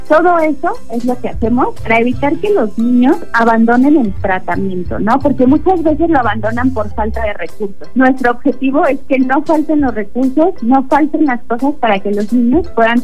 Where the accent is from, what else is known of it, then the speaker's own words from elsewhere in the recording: Querétaro, Mexico; somos todos los queretanos